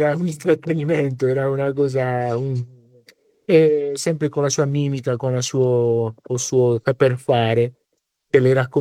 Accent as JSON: {"language": "Italian", "town": "Terlizzi", "region": "Apulia", "country": "Italy", "tie": "born or raised there", "said": "fanno così al mio paese, quando passa la Madonna del Rosario nelle stradine"}